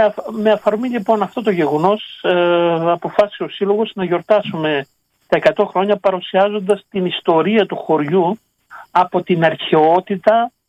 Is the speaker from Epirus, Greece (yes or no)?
yes; Arta, Epirus, Greece; Είναι γνωστό το χωριό μου στην Άρτα σαν Ιμάμ Τσαούς, με την παλιά του ονομασία.